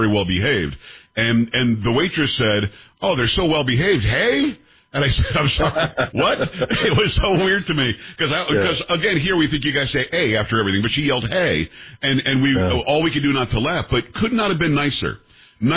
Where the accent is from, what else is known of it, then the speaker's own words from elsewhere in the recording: Florida, United States; also born or lived in New York; now in Texas, United States; I'm from New York originally, grew up in Florida, spent a lot of time in Michigan. I'm in Texas now for 21 years.